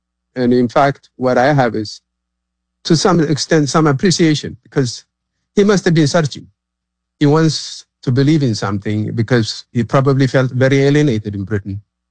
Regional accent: Addis Ababa, Ethiopia; moved away as an adult; also born or lived in Eritrea; now in United States; I was born in Eritrea, although I grew up in Addis Ababa. But I was very close to Haile Selassie's palace.

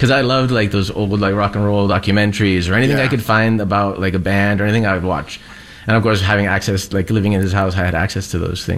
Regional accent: Sacramento, California, United States; I grew up also in Sacramento.

